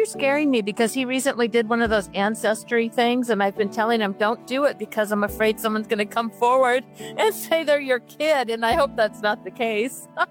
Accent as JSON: {"language": "English", "town": "Los Angeles", "region": "California", "country": "United States", "tie": "born there", "lives_now": "Nevada, United States", "said": "Yeah, I was born in Los Angeles, California."}